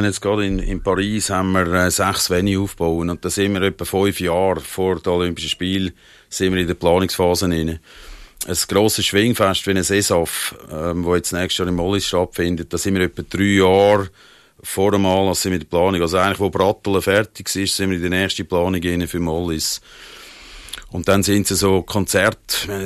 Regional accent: Central Switzerland, Switzerland; ich komme natürlich eigentlich aus der Innerschweiz

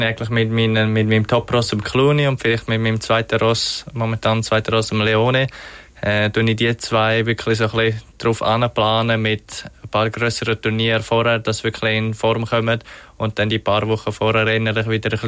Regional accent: Switzerland; Als Schweizer hat man natürlich, als junger Schweizer hat man eher mal eine Gelegenheit, zum Beispiel in St. Gallen oder in Genf an den Start zu gehen.

